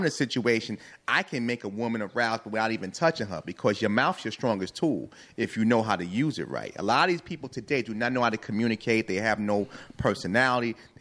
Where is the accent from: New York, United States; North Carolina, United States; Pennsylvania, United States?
New York, United States; I mean, we're not from Chicago. We're from New York.